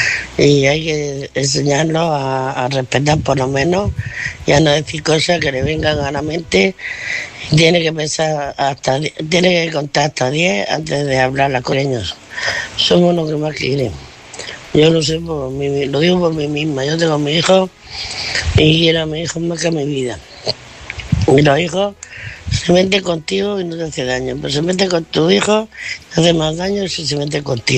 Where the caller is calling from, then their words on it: Murcia, Region of Murcia, Spain; de Murcia, quería contestar a Manuela.